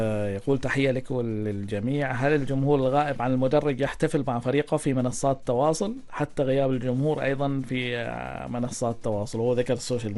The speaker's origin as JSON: {"language": "Arabic", "country": "Oman", "said": "نحن يعني في السلطنه"}